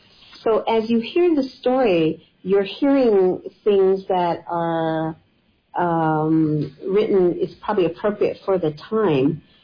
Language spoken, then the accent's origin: English; Arizona, United States; we're from the Hopi community, and our tribal community, many families plant cornfields.